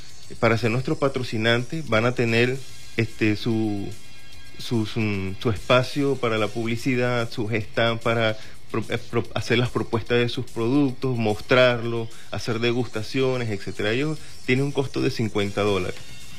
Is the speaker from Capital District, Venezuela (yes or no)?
no; Trujillo, Venezuela; moved away as an adult; now in El Vigía, Venezuela; Sí, somos de aquí. Yo pues particularmente soy trujillano, pero acogido aquí en esta tierra desde hacía 2 años.